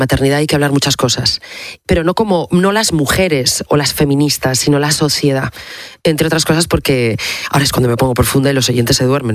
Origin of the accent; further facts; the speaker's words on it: Asturias, Spain; moved away; vengo de Asturias, de un pueblo de 1000 habitantes y mi padre carnicero.